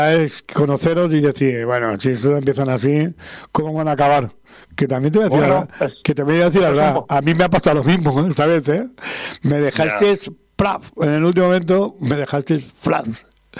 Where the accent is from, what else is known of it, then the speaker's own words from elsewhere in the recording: Valencian Community, Spain; soy valenciano